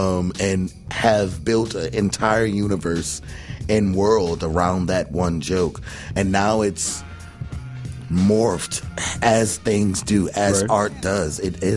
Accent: New Orleans, Louisiana, United States; I am grateful, at, especially growing up in New Orleans, I have so many mentors who are just incredible people.

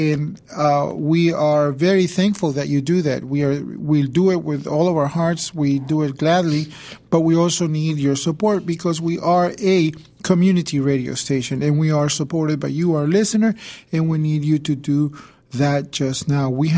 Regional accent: New Orleans, Louisiana, United States; I grew up in Mid-City.

